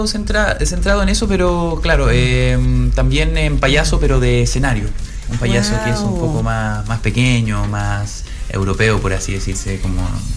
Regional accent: Niebla, Los Ríos, Chile; moved away as an adult; also born or lived in Santiago; yo soy chileno, yo soy nacido y criado en Valdivia, en realidad de una ciudad que queda un poquito más allá, que es Niebla, y nada, bueno, después me fui a Santiago, estuve trabajando un tiempo en teatro, y ahí me llamaron para acá, para el circo. Hace como 7 meses que estoy aquí trabajando

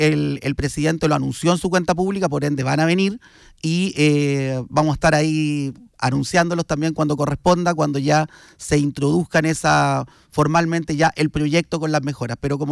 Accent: La Ligua, Valparaíso, Chile; en mi tierra natal, que siempre lo nombro con orgullo, la ciudad de La Ligua, en la provincia de Petorca.

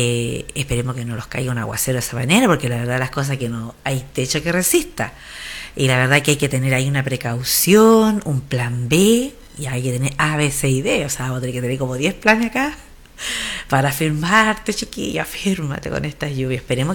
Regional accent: Chile

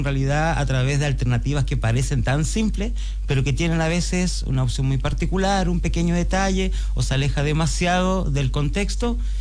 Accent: Antofagasta, Chile; born there; moved away as an adult; also born or lived in Argentina; yo soy de Antofagasta, yo nací en Antofagasta

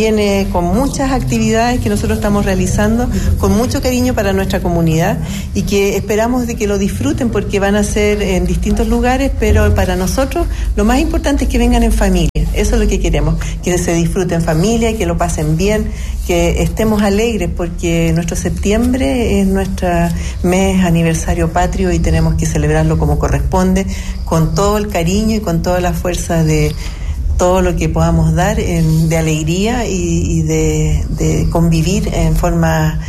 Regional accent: Chile; nosotros como Chile, como chilenos, como chilenas

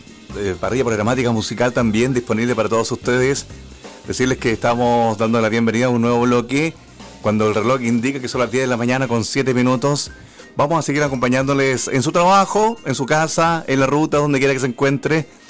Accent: Chile; nosotros los chilenos

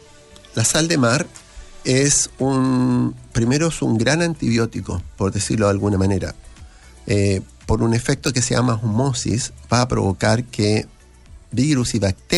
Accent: Valparaíso, Chile; Como porteña, ¿ya? Sí.

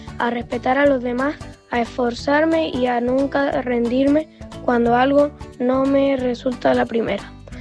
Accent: Chimbarongo, O'Higgins, Chile; tengo 10 años, soy de Chimbarongo y pertenezco a la Escuela Folclórica Tierra Cuequera.

